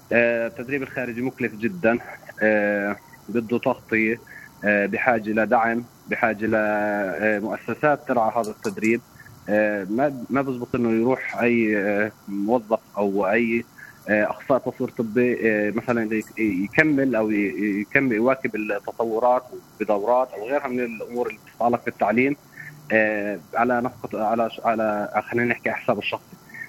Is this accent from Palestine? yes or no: yes; Palestine; عندنا في فلسطين